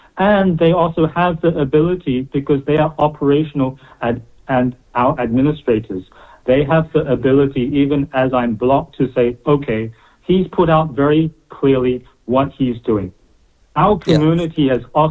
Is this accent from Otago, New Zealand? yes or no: yes; Dunedin, Otago, New Zealand; moved away as an adult; I come back and know no one in my hometown.